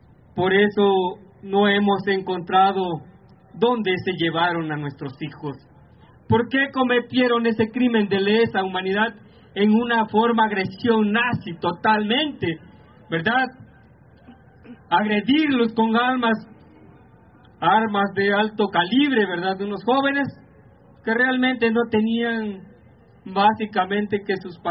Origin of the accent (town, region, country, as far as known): Mexico